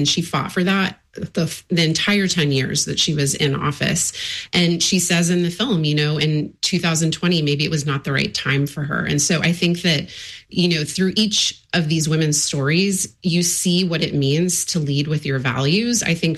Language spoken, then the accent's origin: English; Texas, United States; moved away as an adult; I grew up in Texas and, you know, I left after college